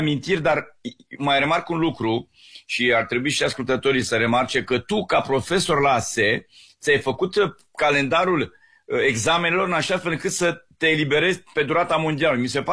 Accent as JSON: {"language": "Romanian", "country": "Romania", "said": "noi ca români."}